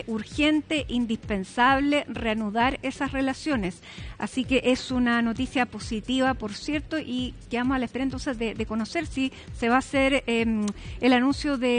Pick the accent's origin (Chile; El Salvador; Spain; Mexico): Chile